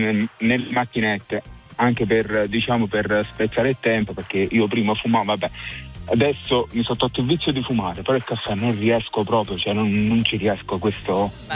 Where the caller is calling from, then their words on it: Nocera Inferiore, Campania, Italy; Io sono di Nocera Inferiore, provincia di Salerno.